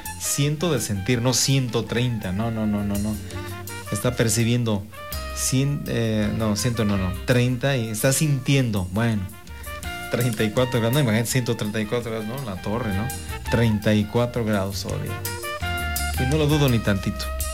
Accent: Mexico; los mexicanos somos muy, muy botaneros.

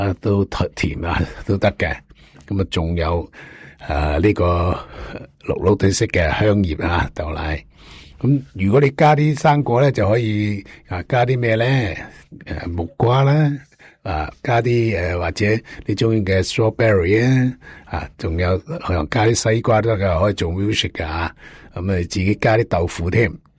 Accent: China; 咁所以呢我哋中国人呢就起码做咩都系一路一路去进步嘅

